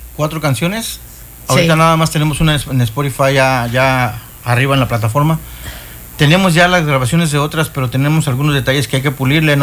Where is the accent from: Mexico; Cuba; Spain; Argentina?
Mexico; Comonfort, Guanajuato; Yo soy de Guanajuato, de Comunfor, Guanajuato.